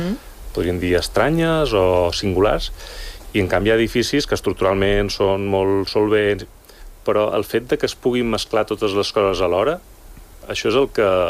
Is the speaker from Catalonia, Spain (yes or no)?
no; Balearic Islands, Spain; Bé, jo som de Mallorca